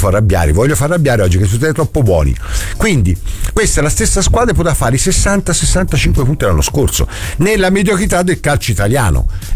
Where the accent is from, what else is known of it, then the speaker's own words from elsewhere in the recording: Florence, Tuscany, Italy; siamo Firenze, siamo fiorentini, siamo fighi